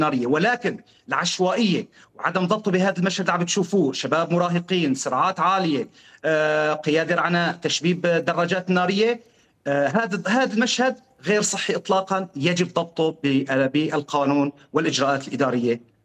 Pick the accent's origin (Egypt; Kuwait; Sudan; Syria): Syria; أنا كمواطن سوري تجاوز الديليفري قوانين السير أو أي شكوى